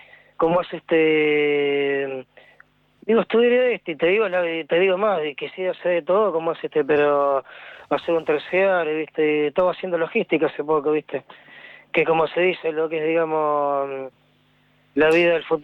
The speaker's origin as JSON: {"language": "Spanish", "town": "La Tablada", "region": "Buenos Aires Province", "country": "Argentina"}